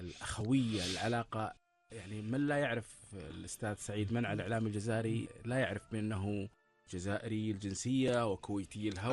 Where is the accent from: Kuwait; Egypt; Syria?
Kuwait; إحنا كإعلاميين كويتيين وسياسيين كويتيين